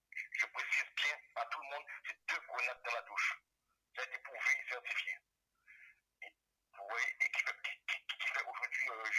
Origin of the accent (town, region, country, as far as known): Guadeloupe, France; moved away